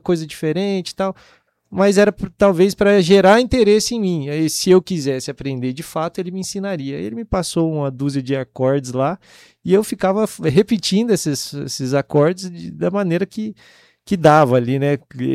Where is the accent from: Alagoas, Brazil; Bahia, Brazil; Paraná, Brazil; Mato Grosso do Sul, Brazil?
Mato Grosso do Sul, Brazil; Ribas do Rio Pardo; lá em Ribas do Rio Pardo, foi a cidade onde eu cresci